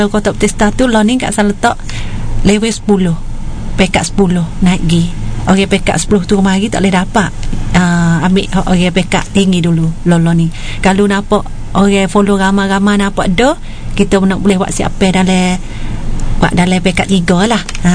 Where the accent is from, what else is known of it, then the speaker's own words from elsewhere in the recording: Narathiwat, Thailand; Kenal-kenal eh dengan saya orang Thailand. Saya dari Thailand. Duduk di negeri Narathiwat.